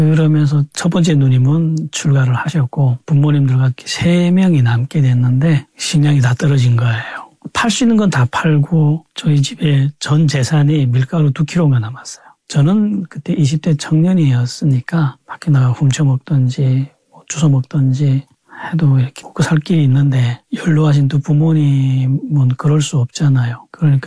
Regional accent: Chongjin, North Hamgyong, North Korea; moved away as an adult; 제가 집이 청진이거든요.

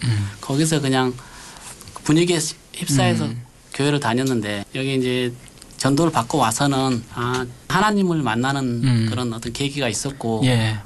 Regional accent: Yeosu, South Jeolla, South Korea; 여수인데 이제 정확히 말하면 화정면 자봉리라고 네. 조그만 섬에서 살았습니다.

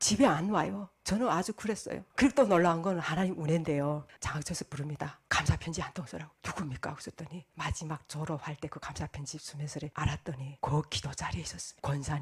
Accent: North Korea; moved away as an adult; now in South Korea; 나는 북한에서 왔다고 이랬어요.

